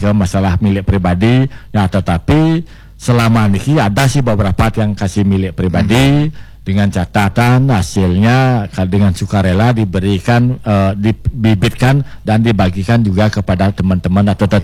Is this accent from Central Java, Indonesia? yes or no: no; Bali, Indonesia; Kami orang Bali tidak tidak rasis.